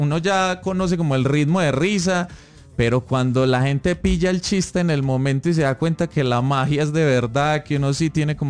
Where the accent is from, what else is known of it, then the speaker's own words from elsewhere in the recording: Itagüí, Antioquia, Colombia; born there; yo nací en Itagüí